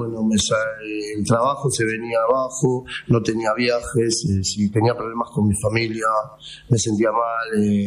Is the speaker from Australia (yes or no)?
no; Dominican Republic; soy dominicano.